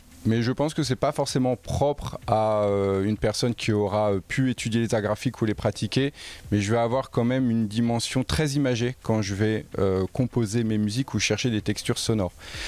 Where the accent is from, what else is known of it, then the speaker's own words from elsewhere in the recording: Bourges, Centre-Val de Loire, France; moved away as an adult; now in Loiret, France; moi qui ai pu grandir à Bourges, il y avait la ville, puis assez rapidement des paysages assez plats, mais assez infinis.